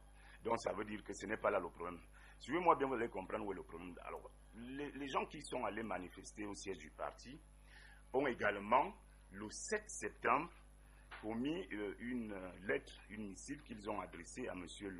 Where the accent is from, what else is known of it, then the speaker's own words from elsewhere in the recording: Yaoundé, Centre, Cameroon; Moi, je suis né à Yaoundé, je suis autochtone de Yaoundé.